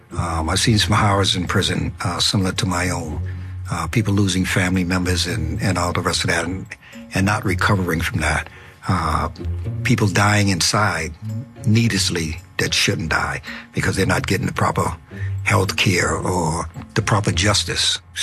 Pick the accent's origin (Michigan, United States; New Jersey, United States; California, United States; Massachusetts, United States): Massachusetts, United States; Boston; I'm 71 years old, born and raised in Boston, one of 10 children.